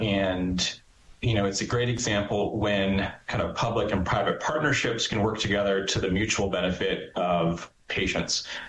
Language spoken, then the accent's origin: English; Canada; I'm Canadian, and I believe very strongly in our universal healthcare system